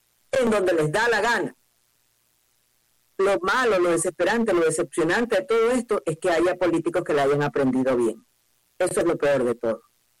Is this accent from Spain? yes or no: no; Ecuador